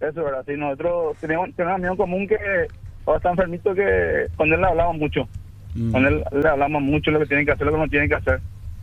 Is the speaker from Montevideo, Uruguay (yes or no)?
yes; Montevideo, Uruguay; Clao que sí, vivo en Reducto, sí. Soy de Reducto, soy casi vecino de eso.